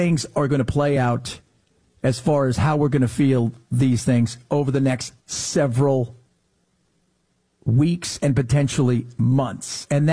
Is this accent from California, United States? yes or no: yes; Los Angeles, California, United States; We move from there to L.A., Los Angeles, California. So, look, I grew up in Los Angeles. Growing up in Southern California, California in general